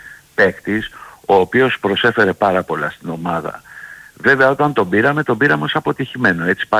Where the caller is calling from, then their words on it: Spilia, Peloponnese, Greece; Εγώ συγκεκριμένα είμαι από το χωριό Σπηλιά